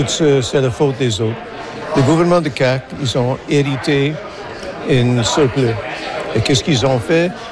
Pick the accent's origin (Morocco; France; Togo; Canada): Canada; Quebec City, Quebec; born there; French is a second language; Je suis né à Québec, je vous parle en français en dépit du système scolaire à l'époque.